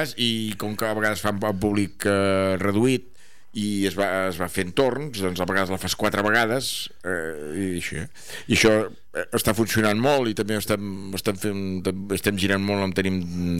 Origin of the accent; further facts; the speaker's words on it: Catalonia, Spain; per fer-los saber a tot arreu on anem que som d'Arbós i som de Sant Hilari.